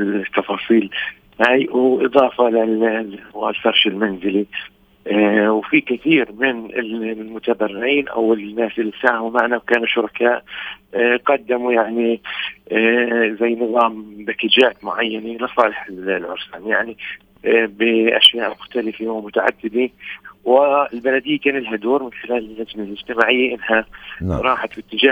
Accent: Palestine; إحنا شعب فلسطيني

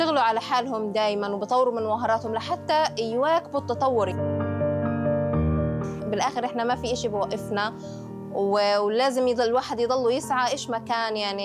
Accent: Gaza, Gaza Strip, Palestine; عندنا بغزة

